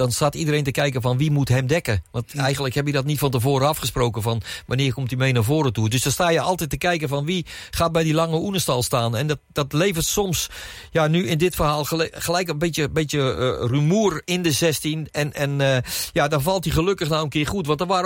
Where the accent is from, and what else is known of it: Netherlands